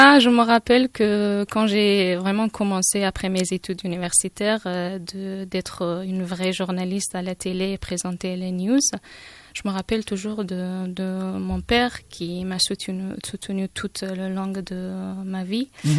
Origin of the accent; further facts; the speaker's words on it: Kabul, Afghanistan; French is a second language; moved away as an adult; now in France; À Kaboul, et je viens de Kaboul aussi.